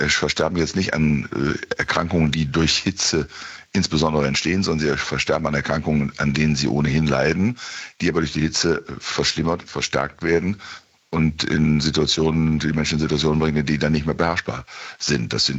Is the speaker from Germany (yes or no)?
yes; Bielefeld, North Rhine-Westphalia, Germany; born or raised there